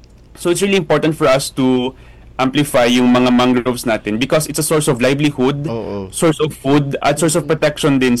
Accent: Talisay, Negros Island Region, Philippines; I'm from Talisay City, Negros Occidental po. I'm from Negros.

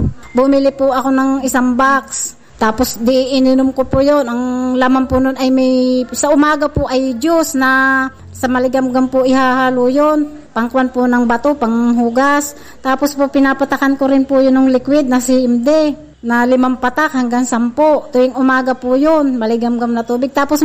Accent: Calapan, Mimaropa, Philippines; na 50 taon na po ako at taga Puting Tubig po ako, Calapan City.

